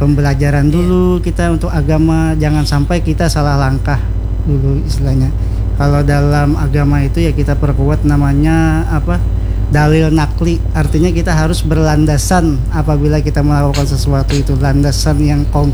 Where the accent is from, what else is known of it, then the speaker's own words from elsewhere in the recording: South Kalimantan, Indonesia; kata kita tuh orang Banjar tuh apa, gabut karena narkoba lah itu.